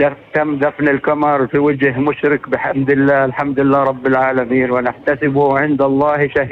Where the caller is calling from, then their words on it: Salem, Nablus Governorate, Palestine; ابني كان فاتح محل جاد عندنا في قرية سالم قضاء نابلس،